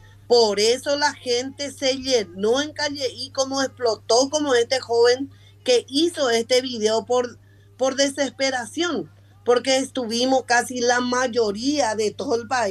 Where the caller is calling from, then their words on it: Paraguay; como paraguayo te digo buenos días, Emi